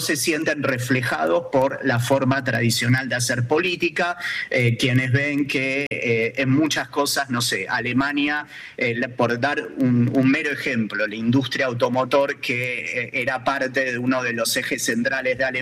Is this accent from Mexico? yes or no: no; Argentina; now in Germany; yo acá lo siento como argentino